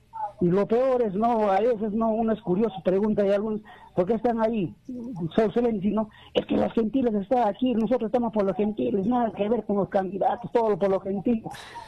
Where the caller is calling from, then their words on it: Juliaca, Puno, Peru; de acá de Juliaca.